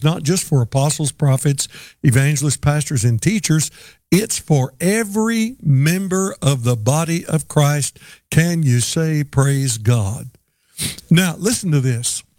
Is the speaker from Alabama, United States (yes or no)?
no; Houston, Texas, United States; And I know that because I was born and raised in Houston. From the time I was born till the time I was 18, Houston's called the Bio City.